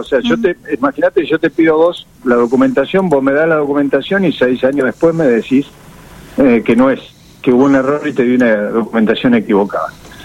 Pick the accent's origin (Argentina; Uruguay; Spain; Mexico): Argentina; Yo como argentino